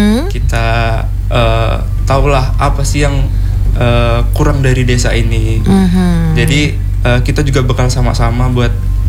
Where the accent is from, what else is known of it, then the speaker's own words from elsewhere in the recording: Lampung, Indonesia; Kalau dari saya sendiri sih emang benar-benar dari desa, yang ada di Lampung Tengah.